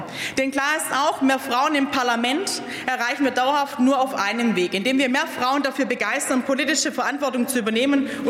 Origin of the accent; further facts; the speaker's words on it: Baden-Württemberg, Germany; Ich komme aus Baden-Württemberg.